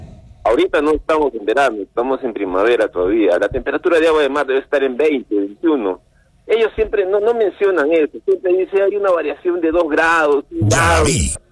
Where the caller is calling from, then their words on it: Pachacútec, Arequipa, Peru; de Pachacute.